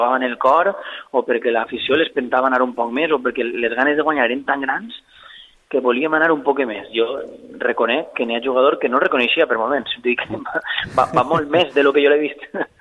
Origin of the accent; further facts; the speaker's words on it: Cullera, Valencian Community, Spain; soc de Cullera i estic propet